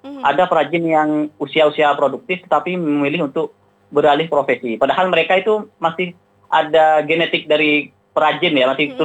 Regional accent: Madura, East Java, Indonesia; Di kampung saya itu, di kampung batik Lampar

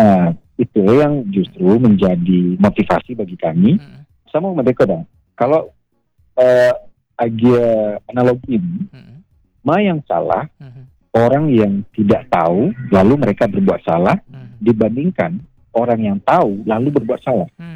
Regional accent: West Sumatra, Indonesia; also born or lived in Bali; kita orang Minang

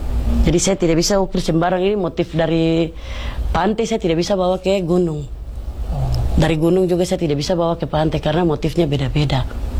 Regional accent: Papua, Indonesia; Tapi kalau untuk ini kan sudah umum ini untuk kami orang Papua.

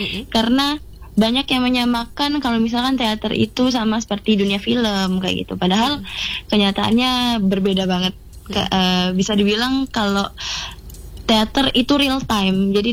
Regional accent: Bengkulu, Indonesia; now in Lampung, Indonesia; Kalau saya dari Bengkulu.

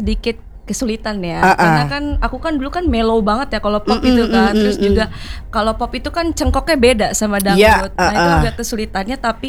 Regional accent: Central Java, Indonesia; Aku aslinya Jawa Tengah dan Jawa Barat. Jadi janda Jawa Sunda.

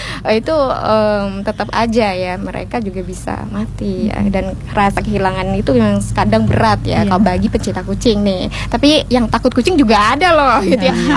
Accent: Pemangkat, West Kalimantan, Indonesia; now in Singkawang, Indonesia; Asal dari Pemangkat

